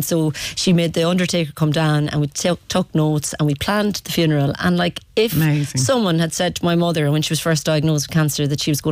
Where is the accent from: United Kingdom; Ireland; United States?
Ireland; Knockmore, Connacht; was born and bred in Knockmore GA.